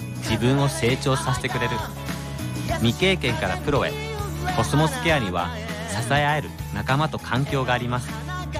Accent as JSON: {"language": "Japanese", "town": "Rifu", "region": "Miyagi", "country": "Japan", "tie": "born or raised there", "said": "僕の地元は宮城県利府町。実は海もあるってご存知でしたか？浜田地区、須賀地区という漁業が盛んな地域も利府町で、牡蠣やワカメなどの海産物が収穫できます。"}